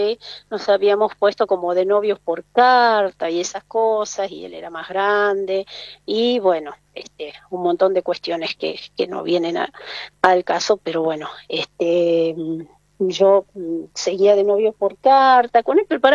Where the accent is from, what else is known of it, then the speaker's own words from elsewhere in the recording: Catamarca, Argentina; also born or lived in Tucumán; me vine a Catamarca, hice cambio de colegio